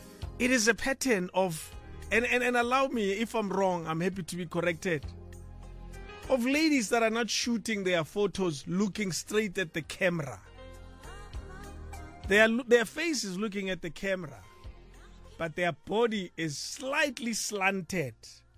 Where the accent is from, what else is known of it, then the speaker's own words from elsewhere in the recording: Pretoria, Gauteng, South Africa; Yet I was raised in Pretoria.